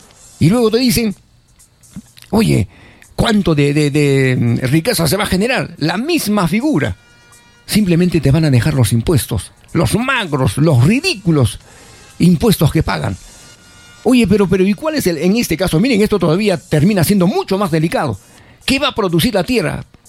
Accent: Peru; ¿De qué somos dueños los peruanos el día de hoy?

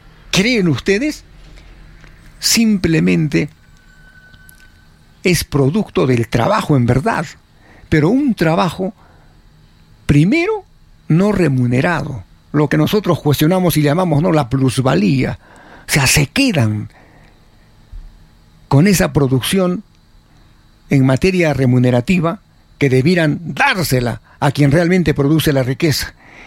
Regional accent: Peru

